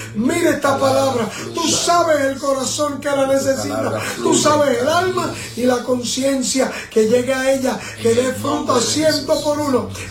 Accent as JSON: {"language": "Spanish", "country": "Puerto Rico"}